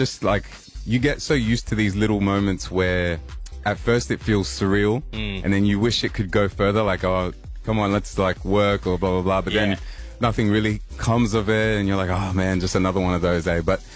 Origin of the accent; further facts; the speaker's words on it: Sydney, New South Wales, Australia; I'm from Sydney, yes.